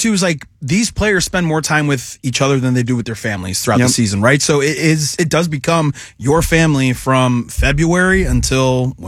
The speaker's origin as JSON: {"language": "English", "country": "United States", "said": "I'm an American."}